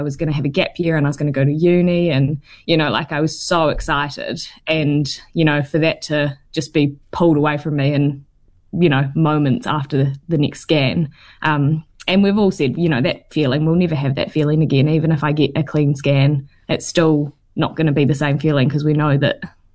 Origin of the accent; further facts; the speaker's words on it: Canterbury, New Zealand; I grew up in North Canterbury and I grew up at an area school.